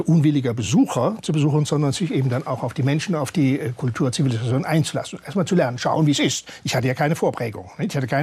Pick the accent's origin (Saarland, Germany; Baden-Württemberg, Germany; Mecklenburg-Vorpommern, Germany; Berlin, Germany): Baden-Württemberg, Germany